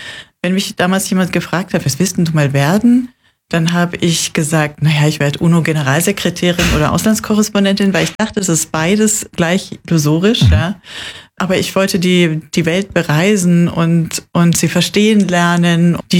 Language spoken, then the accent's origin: German; Munich, Bavaria, Germany; moved away as an adult; also born or lived in Landsberg am Lech; Ich bin dort geboren, aber seitdem ich 3 bin, bin ich nach München gekommen und bin da in Schwabing in der Leopoldstraße aufgewachsen, zur Schule gegangen, habe dort studiert. Also ich fühle mich eigentlich dann schon eher als Münchnerin.